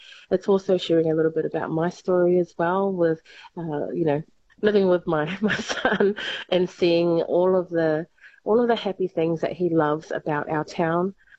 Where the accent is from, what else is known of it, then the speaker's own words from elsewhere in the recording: New Zealand; now in Carnarvon, Australia; Son our family is from New Zealand, and with my son … he's grown up for about 4 years in Carnarvon.